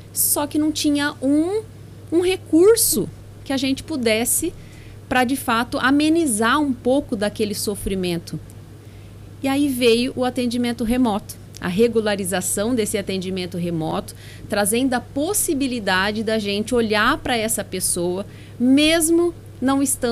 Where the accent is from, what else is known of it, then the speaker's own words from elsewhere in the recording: Jaboticabal, São Paulo, Brazil; also born or lived in Ribeirão Preto; eu nasci em Ribeirão Preto, né? Sou Ribeirão Pretana, né? Mas só nasci lá, vivo em Jaboticabal desde sempre. Minha família é toda de lá